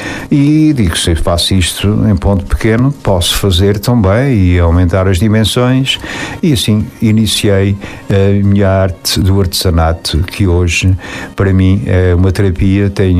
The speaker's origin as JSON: {"language": "Portuguese", "area": "Gáfete", "region": "Alentejo", "country": "Portugal", "tie": "born there", "said": "eu nasci em Gafte"}